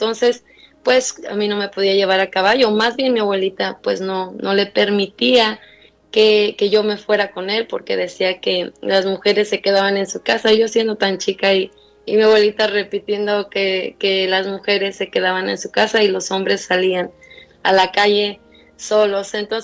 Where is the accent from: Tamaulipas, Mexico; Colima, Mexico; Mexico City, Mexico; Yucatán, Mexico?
Mexico City, Mexico; now in Houston, United States; de aquí de Houston, Texas. Vivo aquí, pero soy de México, Distrito Federal, Iztapalapa para ser exactos. Mi papá es de un estado de México, mi mamá es de Iztapalapa, Ciudad de México.